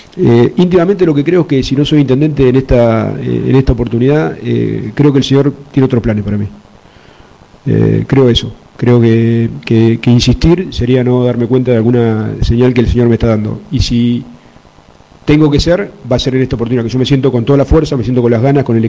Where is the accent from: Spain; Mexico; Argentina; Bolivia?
Argentina; Bahía Blanca, Buenos Aires Province; born there; Vivo a 5 cuadras donde nací. Nací el 25 de mayo del 200, ahora vivo en Villarino el 600.